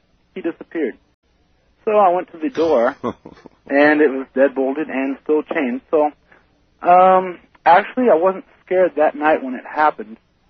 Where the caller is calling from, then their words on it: Ojai, California, United States; I'm calling from Ojai, California.